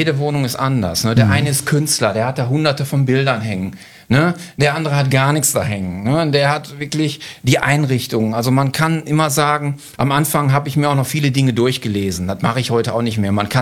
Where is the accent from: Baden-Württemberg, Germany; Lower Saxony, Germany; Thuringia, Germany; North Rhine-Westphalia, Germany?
North Rhine-Westphalia, Germany; Kleve